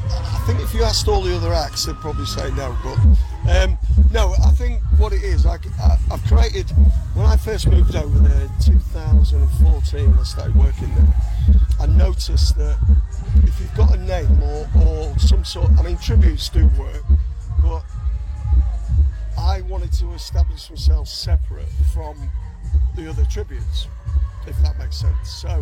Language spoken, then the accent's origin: English; Cleethorpes, Yorkshire and the Humber, United Kingdom; born there; also born or lived in Grimsby; It's Grimsby. Originally? Grimsby. Yeah. Well, Cleethorpes. That's where I was that born.